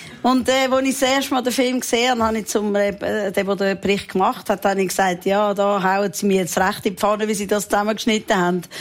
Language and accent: German; Switzerland; Ich bin Schweizerin.